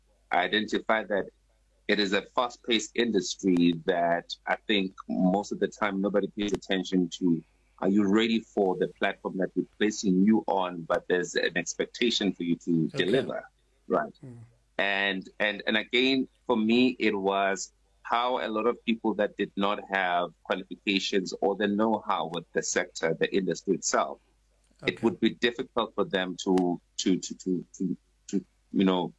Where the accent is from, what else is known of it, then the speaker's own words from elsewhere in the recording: Mokopane, Limpopo, South Africa; moved away; Limpopo, my hometown in Mokopane